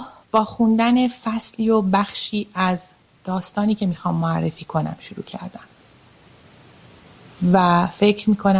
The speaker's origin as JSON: {"language": "Persian", "country": "Iran"}